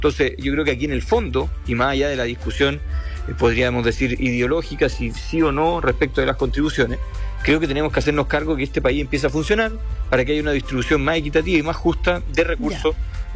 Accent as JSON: {"language": "Spanish", "region": "Maule", "country": "Chile", "said": "Yo soy del Maule, 19 comunas"}